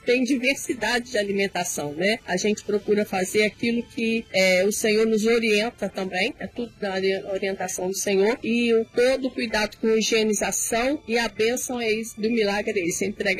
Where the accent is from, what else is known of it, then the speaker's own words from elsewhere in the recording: São Paulo, Brazil; eu sou de São Paulo, também da Igreja Saúde.